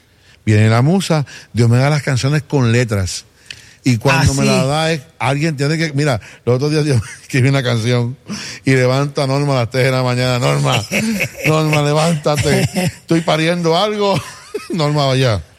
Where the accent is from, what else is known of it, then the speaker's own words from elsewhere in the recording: Cidra, Puerto Rico; also born or lived in Caguas; Y me crié en el pueblo de Sidra.